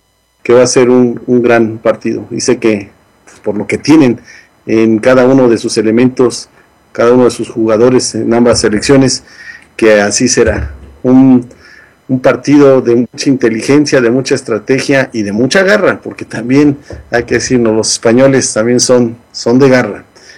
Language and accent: Spanish; Mexico; porque nosotros como mexicanos, sin duda que no se nos olvida aquellas gloriosas épocas